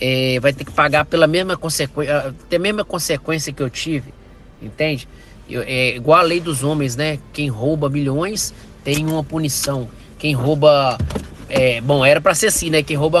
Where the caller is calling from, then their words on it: Governador Valadares, Minas Gerais, Brazil; sou aqui de Governador Valadares.